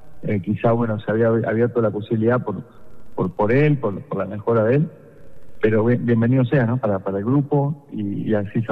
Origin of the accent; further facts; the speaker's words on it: Uruguay; Bueno, soy uruguayo, como usted bien decía, tengo una historia en el club en el año 2022